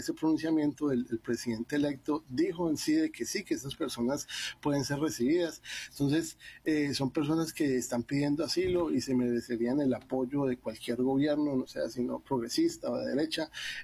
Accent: Colombia

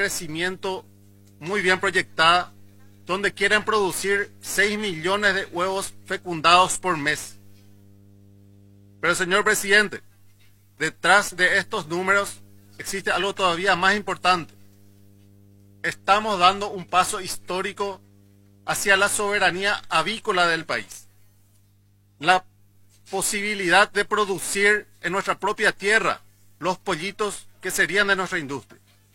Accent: Paraguay; los que venimos del interior

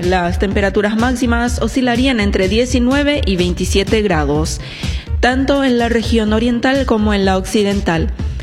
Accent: Paraguay

